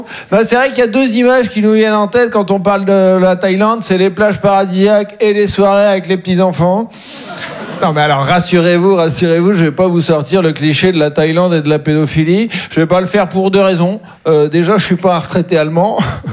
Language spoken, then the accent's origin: French; Caen, Normandy, France; Et donc, maintenant, je voyage plus en France et moi, je viens de Caen, en Normandie.